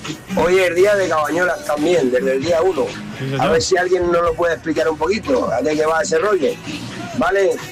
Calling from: Navahermosa, Castilla-La Mancha, Spain

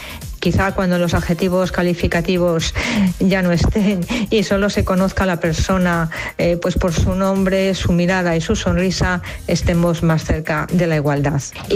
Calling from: Madrid, Community of Madrid, Spain; de Madrid.

